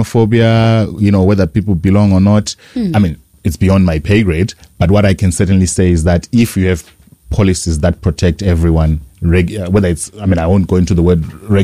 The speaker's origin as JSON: {"language": "English", "country": "Zimbabwe", "tie": "born or raised there", "moved": "as an adult", "said": "I grew up in Zimbabwe, very comfortable middle class existence."}